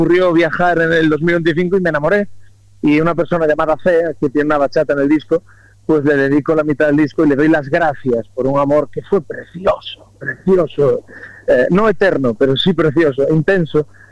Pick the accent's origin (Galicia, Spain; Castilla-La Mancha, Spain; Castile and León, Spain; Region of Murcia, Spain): Galicia, Spain; soy del 83, de Galicia